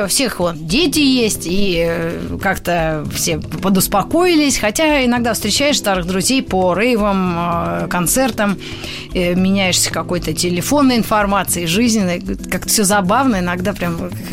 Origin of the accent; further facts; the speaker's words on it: Moscow, Russia; born there; Я не помню 74-й, я была в Москве, я там и родилась.